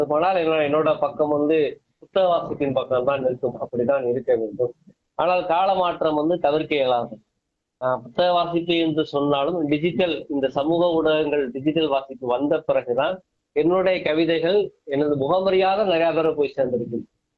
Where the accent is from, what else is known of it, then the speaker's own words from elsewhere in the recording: Rajapalayam, Tamil Nadu, India; born there; also born or lived in Siveri; சிவேரியில தான் என்னோட சொந்த ஊர் இல்லையா. ஆனா சிவேரியிலேயே பிறந்தேன், அங்கேயே படித்து அங்கேயே வளர்ந்திருந்தால் நிச்சயமாக கூத்தை எழுதியிருக்க மாட்டேன் நான். அந்த சிவேரியை விட்டு பஞ்சம் விளைப்பதற்காக அப்பா அம்மா காலத்திலே ராஜபாளையத்துக்கு வந்துட்டோம்.